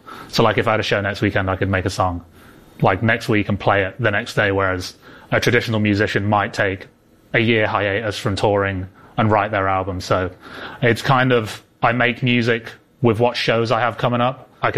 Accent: England, United Kingdom; now in Los Angeles, United States; Since I live in LA now, but I'm English, so I've had a big influence from Spanish music.

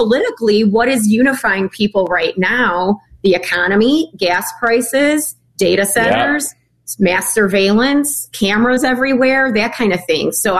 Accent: Chicago, Illinois, United States; the part of the city where I grew up, it's very central. They call it the South Side. I grew up really close to Comiskey Park

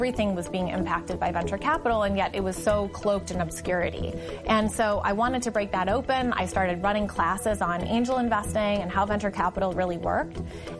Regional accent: Illinois, United States; I grew up in Illinois.

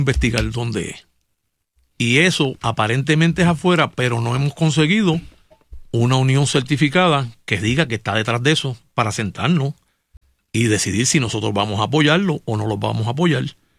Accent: Puerto Rico; yo tengo mi creencia como puertorriqueño y mi ideología

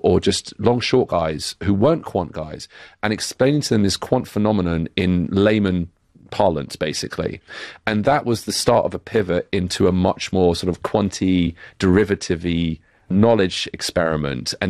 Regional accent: United Kingdom; accent: British

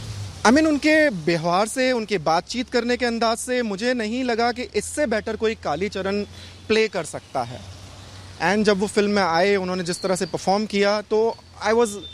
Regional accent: Agra, Uttar Pradesh, India; चूँकि मैं आगरा का हूँ, मैं आगरा से बिलोंग करता हूँ

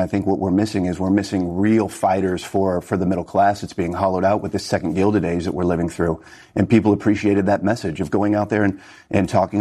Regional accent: Council Bluffs, Iowa, United States; He won my hometown, a community of Council Bluffs, by 10 points.

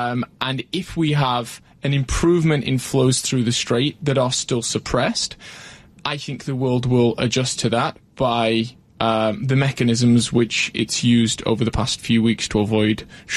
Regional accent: Sheffield, Yorkshire and the Humber, United Kingdom; I'm from Sheffield, I'm a yes. northerner.

